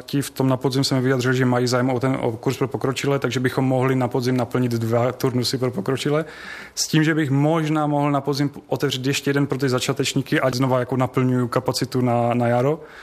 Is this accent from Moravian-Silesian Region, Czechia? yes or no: yes; Moravian-Silesian Region, Czechia; o ten náš kraj